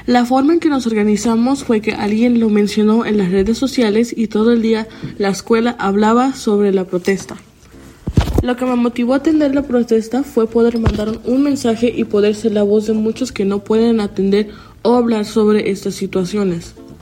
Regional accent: Chicago, Illinois, United States; Yo nací y crecí en Chicago, crecí viendo los eloteros, paleteros y los trabajadores que vinieron para una vida mejor.

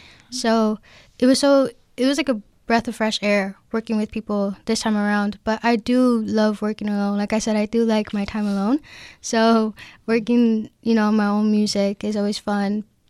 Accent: New York, United States; we grew up in the Bronx, so obviously we grew up in apartment buildings

